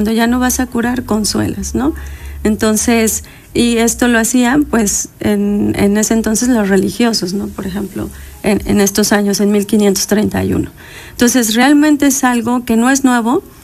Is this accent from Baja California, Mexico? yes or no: no; Puebla, Mexico; llegamos a la ciudad de Puebla, nosotros somos poblanos